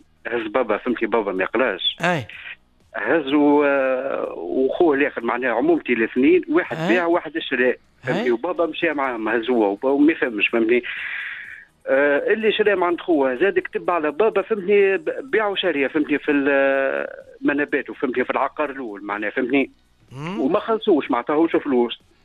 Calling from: Tunis, Tunis Governorate, Tunisia

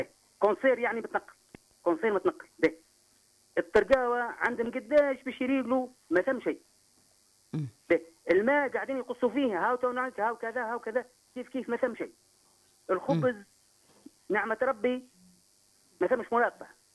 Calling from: Oum El Araies, Gafsa Governorate, Tunisia; إذا كان أنا مشني تونسي مشني تابعين معتمديت معرايس مشني تابع تونس

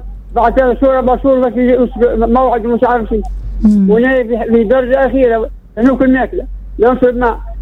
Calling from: Sfax Governorate, Tunisia; عايش في صفاقس انا.

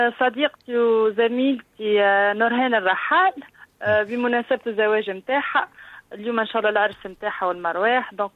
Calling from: Monastir, Monastir Governorate, Tunisia; من مستير.

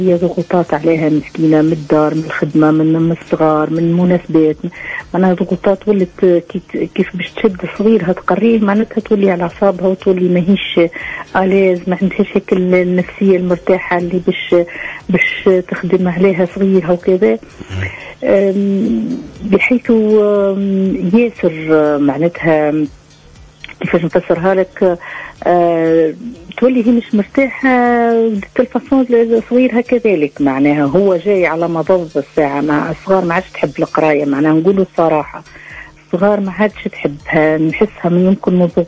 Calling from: Mareth, Gabès Governorate, Tunisia; نتكلم فيك من مارث

